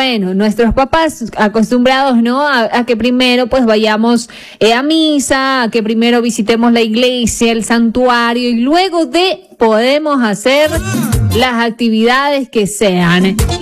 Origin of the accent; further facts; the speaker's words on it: Ecuador; now in Lago Agrio, Ecuador; Saluditos desde Lago Agrio, Ecuador, amiga Andrea, buenas. Para mi tierra donde yo nací, el recinto El Valle